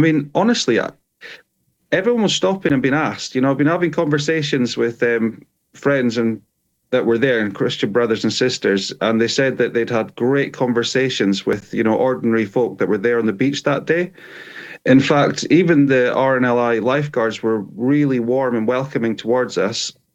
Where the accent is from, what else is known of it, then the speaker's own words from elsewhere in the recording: Scotland, United Kingdom; now in Cornwall, United Kingdom; I was brought up in Scotland, but I do live in Cornwall now. So on the jam side of the border.